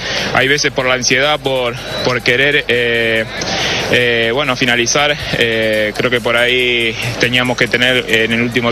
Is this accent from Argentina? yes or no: yes; Argentina; soy un argentino más que va a alentar por ellos